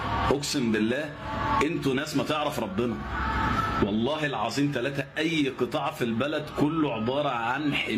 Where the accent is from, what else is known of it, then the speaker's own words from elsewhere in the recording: Egypt; أنا مواطن مصري